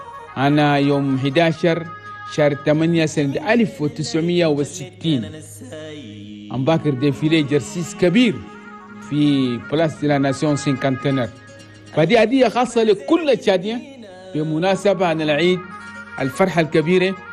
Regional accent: Chad; هنا بلدنا تشاد بلد توماي

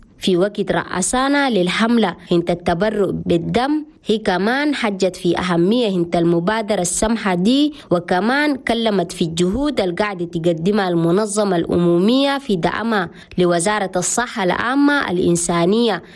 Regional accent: Chad; هنا بلدنا تشاد

